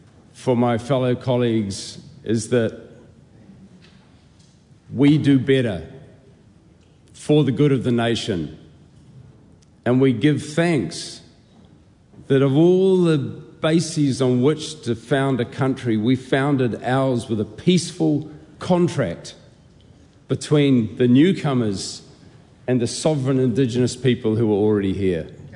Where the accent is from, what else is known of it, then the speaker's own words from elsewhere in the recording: New Zealand; being a New Zealander among the tangata whenua of Aotearoa.